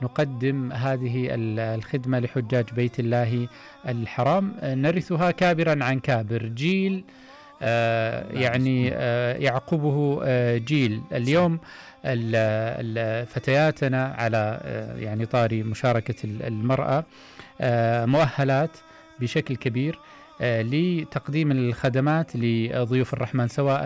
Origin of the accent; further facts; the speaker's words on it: Saudi Arabia; احنا السعوديين نفتخر